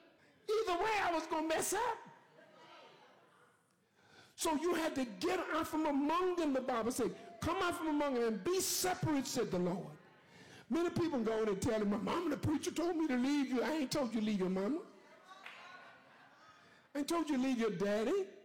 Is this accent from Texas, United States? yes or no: yes; Huntsville, Texas, United States; born there; Oh, all my physical is from here. I was born in Huntsville, Texas, right up the street.